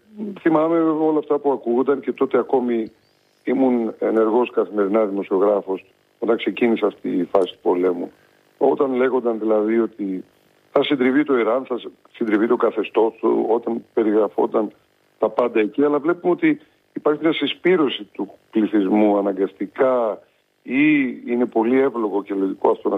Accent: Greece; Να πω ότι είμαι Έλληνας πολίτης, δεν είμαι Ρώσος πολίτης

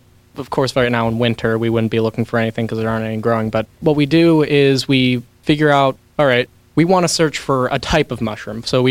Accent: Natrona Heights, Pennsylvania, United States; I'm 18 years old, and I'm from Natrona Heights.

